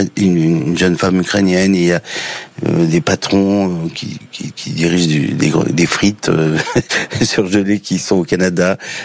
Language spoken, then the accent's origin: French; Île-de-France, France; figurez-vous que je viens d'une banlieue est de Paris